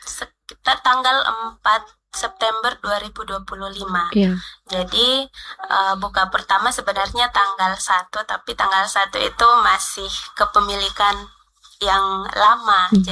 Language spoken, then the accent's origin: Indonesian; Eastern Indonesia, Indonesia; saya memang orang Timur